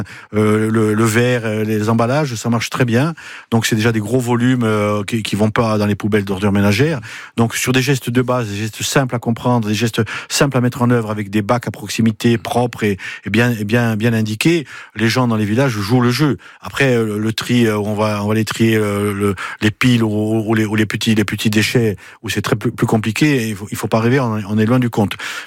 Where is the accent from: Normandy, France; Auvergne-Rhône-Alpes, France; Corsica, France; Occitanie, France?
Corsica, France; chez nous en Haute-Corse